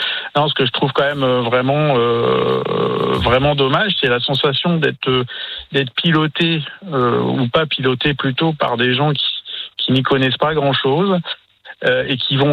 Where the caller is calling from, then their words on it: Hauts-de-France, France; moi je vous équipe de la région lilloise.